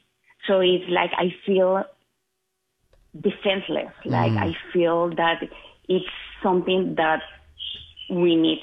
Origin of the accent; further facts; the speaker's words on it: Colombia; English is a second language; that will be an issue because I'm from Colombia.